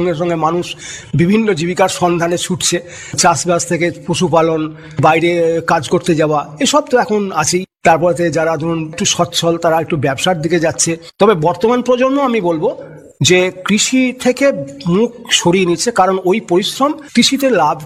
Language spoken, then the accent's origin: Bangla; West Bengal, India; আজকের আমার মৌবেশিয়া গ্রাম কিন্তু একটা যথেষ্ট, কি বলবো, যে উল্লেখযোগ্য জায়গায় রয়েছে।